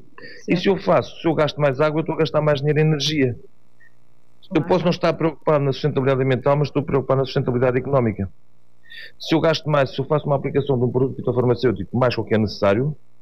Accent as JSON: {"language": "Portuguese", "country": "Portugal", "said": "Sou da Barreira Alva, há 42 anos ligado diretamente à agricultura"}